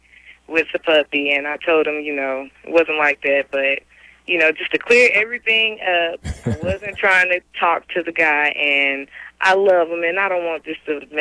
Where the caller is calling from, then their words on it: Montgomery, Alabama, United States; I'm calling from Montgomery, Alabama.